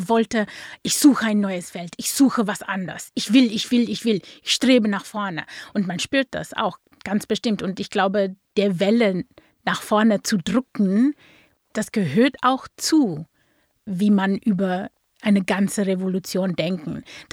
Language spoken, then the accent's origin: German; South Africa; Südafrika komme. Und unsere Demokratie ist sehr jung. Dieses Jahr, glaube ich, sind 32 Jahre alt, ist mein Heimatland Demokratie.